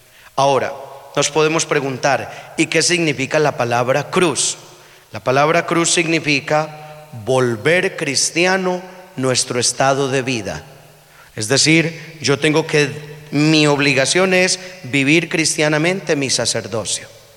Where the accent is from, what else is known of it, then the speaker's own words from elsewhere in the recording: Colombia; Como colombianos, hacemos un compromiso